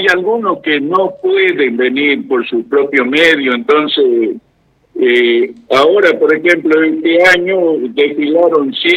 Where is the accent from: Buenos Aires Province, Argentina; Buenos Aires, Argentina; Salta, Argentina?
Salta, Argentina; now in Chubut, Argentina; Yo tuve que salir de mi pueblo buscando un nuevo horizonte